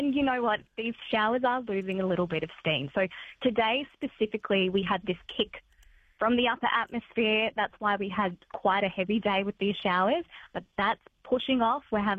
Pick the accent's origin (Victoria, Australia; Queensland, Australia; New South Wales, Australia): Queensland, Australia; You know I'm a Queenslander